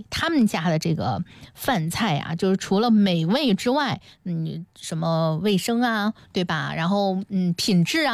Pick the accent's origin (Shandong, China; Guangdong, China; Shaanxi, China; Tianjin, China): Tianjin, China; 是我们天津早餐的代表了。